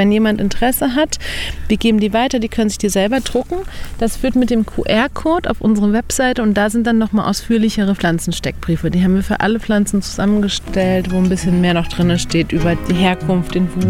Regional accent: Berlin, Germany; also born or lived in Chile / Colombia; Ich habe in Chile meine Doktorarbeit geschrieben, ich habe in Kolumbien lange gelebt. Also ich bin in Berlin groß geworden, aber war dann wirklich lange in der Welt unterwegs.

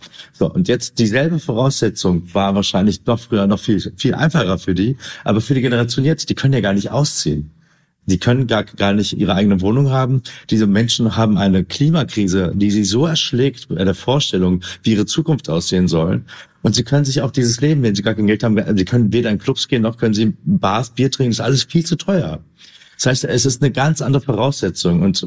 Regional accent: Berlin, Germany; ich bin in Kreuzberg groß geworden, war auf der Grundschule

